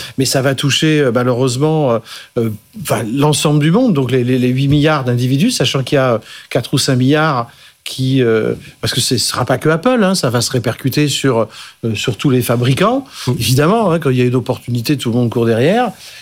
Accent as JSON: {"language": "French", "country": "Indonesia", "said": "ceux qui peuvent pas acheter des téléphones en Indonésie ou dans d'autres pays, je suis de l'Indonésie."}